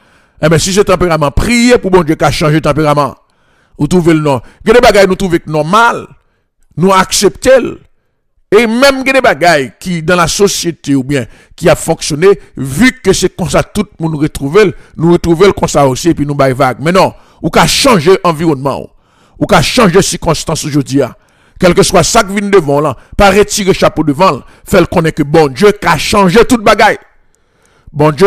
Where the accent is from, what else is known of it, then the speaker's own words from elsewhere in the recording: Haiti; la femme haïtienne son trésor, son bagage extraordinaire, l'homme haïtien en tant que tel, son bagage extraordinaire